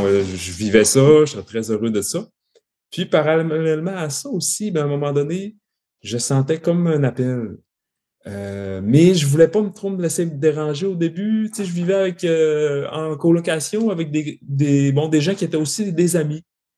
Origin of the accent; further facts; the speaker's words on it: Saint-Prime, Quebec, Canada; je suis originaire de Saint-Prime, un petit village du lac Saint-Jean, un petit village agricole de campagne situé entre Roberval et Saint-Félicien.